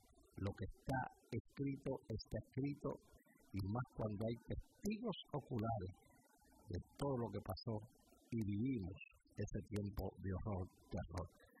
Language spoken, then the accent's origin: Spanish; New York City, New York, United States